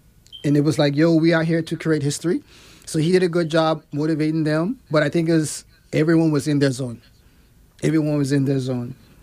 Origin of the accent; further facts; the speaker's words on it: Cockburn Town, Grand Turk, Turks & Caicos Islands; born and raised in Grand Turk.